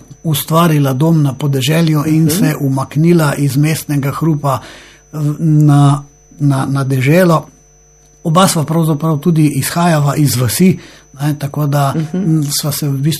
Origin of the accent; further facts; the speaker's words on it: Prlekija, Slovenia; also born or lived in Ljubljana; now in Gradež, Slovenia; Jaz pravzaprav nisem domačin na Gradežu, ampak prihajam iz Prlekije. Pred 18 leti sva se z ženo preselila na Gradež